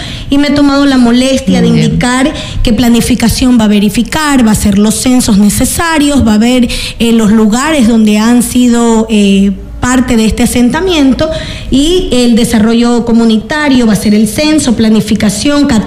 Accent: La Libertad, Santa Elena, Ecuador

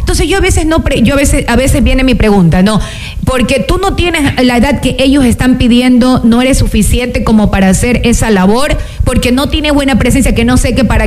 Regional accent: Santa Elena, Ecuador; somos de Santa Elena

